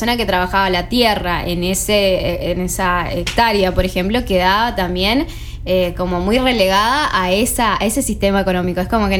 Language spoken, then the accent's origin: Spanish; Goya, Corrientes, Argentina; como soy de Goya